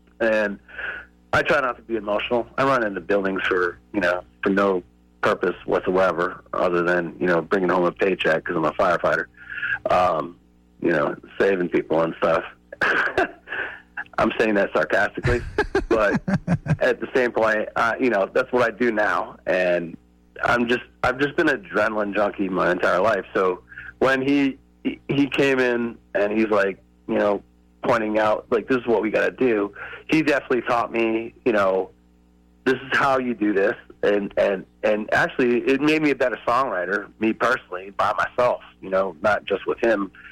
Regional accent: Maine, United States; I was like, I'm just from Maine. I'm here. I'm a singer.

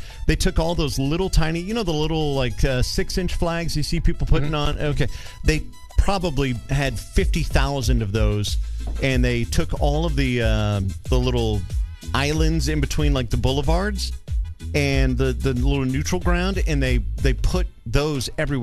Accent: Louisiana, United States; born there; as a Cajun kid, red beans and rice is a thing.

